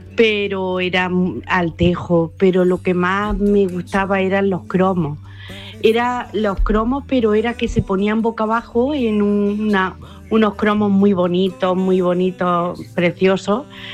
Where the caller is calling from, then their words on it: Bailén, Andalusia, Spain; Bueno, un abrazo grande para todos … de Bailén.